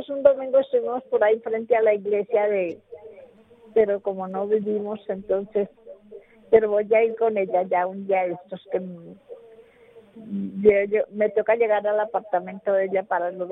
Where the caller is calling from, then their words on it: Bogotá, Colombia; yo vivo en Bosa